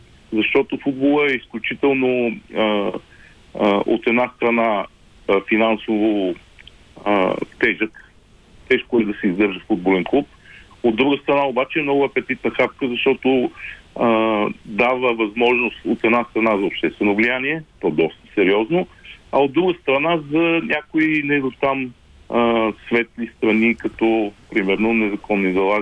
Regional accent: Plovdiv, Plovdiv Province, Bulgaria; moved away; въпреки че съм от Пловдив, да, в рождение и възпитание, излязах от града през 83-та година

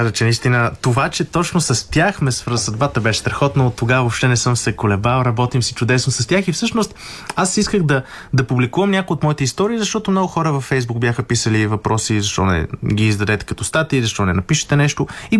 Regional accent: Sofia, Sofia City, Bulgaria; ние сме жители на този квартал и ние там сме израснали

